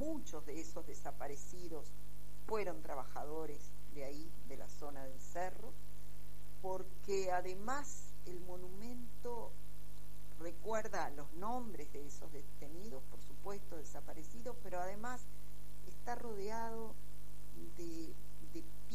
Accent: Montevideo, Uruguay

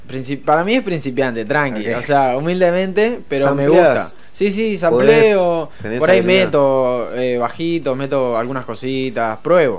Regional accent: La Plata, Buenos Aires Province, Argentina; Yo soy de La Plata, sí, okay, sí. De Alto de San Lorenzo. Bien. Ahora estoy en Los Hornos. Pero me crié en Alto de San Lorenzo.

